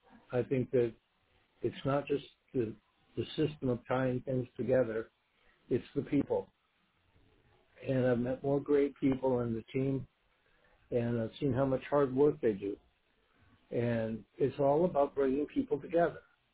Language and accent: English; United States; now in Dawlish, United Kingdom; I'm American.